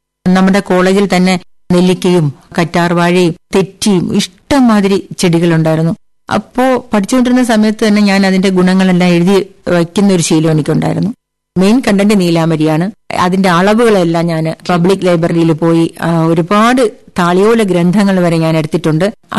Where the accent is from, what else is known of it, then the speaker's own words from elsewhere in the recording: Thiruvananthapuram, Kerala, India; ഞാൻ പൂജപ്പുരയിലാണ് ജനിച്ചു വളർന്നത്. അച്ഛനും അമ്മയും നമ്മൾ 4 മക്കളുമായിരുന്നു.